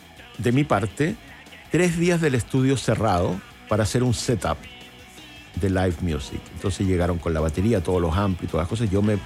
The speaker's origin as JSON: {"language": "Spanish", "town": "Viña del Mar", "region": "Valparaíso", "country": "Chile", "also_born_or_lived": "New York", "moved": "yes", "lives_now": "Santiago, Chile", "said": "yo, por cierto, no soy de Santiago, soy de Viña. Y yo me brinqué de Viña del Mar al extranjero."}